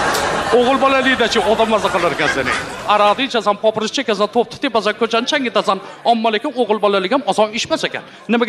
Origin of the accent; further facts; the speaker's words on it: Margilan, Fergana Region, Uzbekistan; born there; O'zimizni Marg'ilonda roddomining kaldorida tug'ilganman.